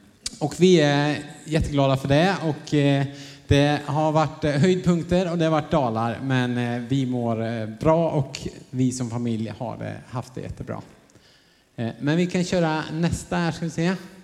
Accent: Falköping, Västra Götaland County, Sweden; now in Thailand; Vi är så glada att verkligen vara hemma i Falköping. Och den här kyrkan är ju hemma för oss.

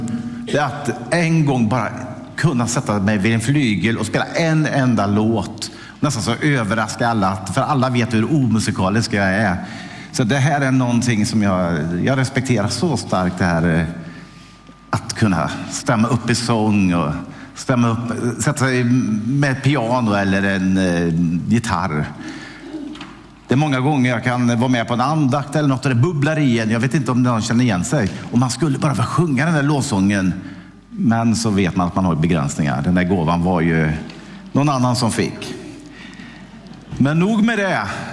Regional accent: Tidaholm, Västra Götaland County, Sweden; För han vet ju, jag är ju från Tidaholm.

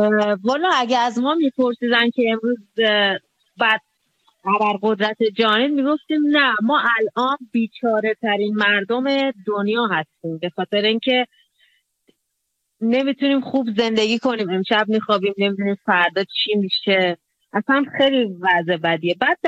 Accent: Iran; بنابراین من خودم هم به عنوان یک ایرانی، به عنوان یه آدمی که توی 18-19 ده شاید یکی از بازمانده ها باشم که الان اینجا خدمت شما هستم

